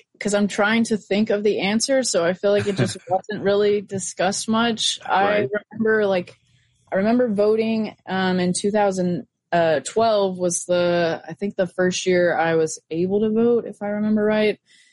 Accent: Indiana, United States; So I'm originally from Indiana

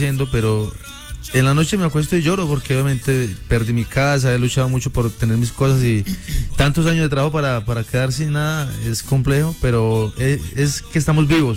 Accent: Filadelfia, Caldas, Colombia; now in Belalcázar, Colombia; Filadelfia, Caldas.

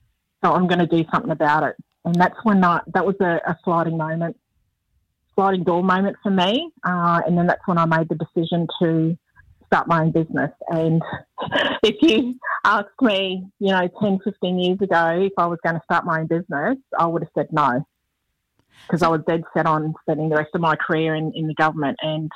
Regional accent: Townsville, Queensland, Australia; I hail from the Nawagi Aboriginal Tribal Group, north of Goorumbulbar, which is the traditional name for Townsville in North Queensland, and that's my mother's country up there.

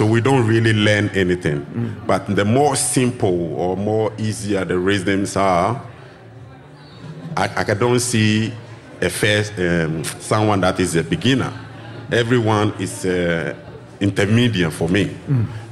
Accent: Nungua, Greater Accra, Ghana; now in Australia; I come from Nungwa. So the capital, I come from Ghana, West Africa. The capital of Ghana is Accra. And I come from a little village down there called Nungwa.

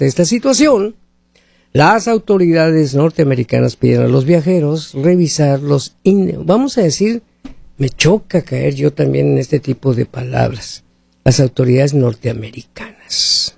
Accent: Mexico; México está en Norteamérica, también nosotros, también los mexicanos somos norteamericanos.

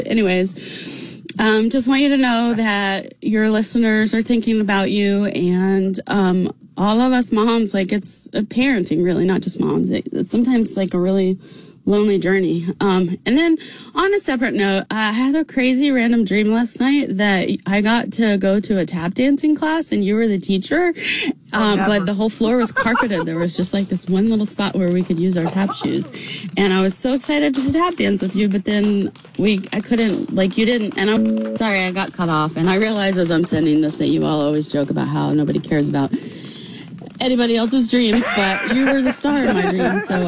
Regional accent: Georgia, United States; I'm from Georgia as well, so I love hearing about Georgia.

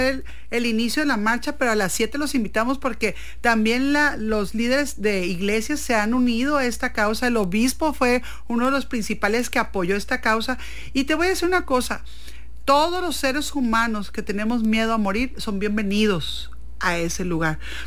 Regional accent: Sinaloa, Mexico; porque somos los sinaloenses muy bendecidos.

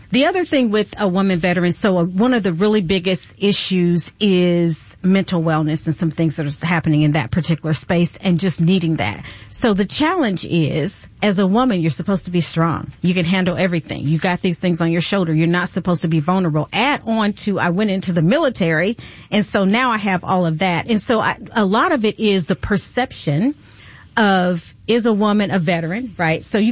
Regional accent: Midwest, United States; now in Georgia, United States; We live in Georgia, so I'm from the Midwest.

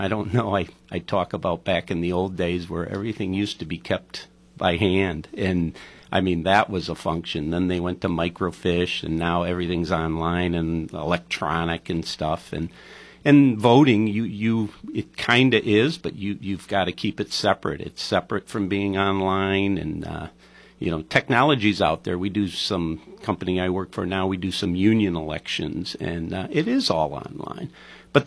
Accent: Ottawa, Illinois, United States; I was born and raised here in Ottawa, lifelong member of LaSalle County, and just grew up down the street here.

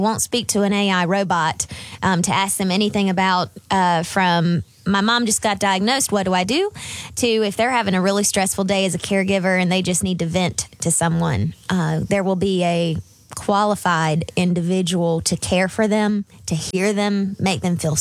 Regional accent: Robeson County, North Carolina, United States; I grew up in Robeson County

